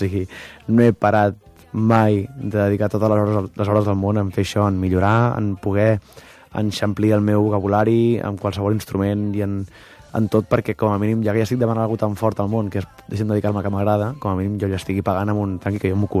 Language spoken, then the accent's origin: Catalan; Cambrils, Catalonia, Spain; Jo soc de Tarragona i tal, soc de Cambrils, i no era el que estava de moda.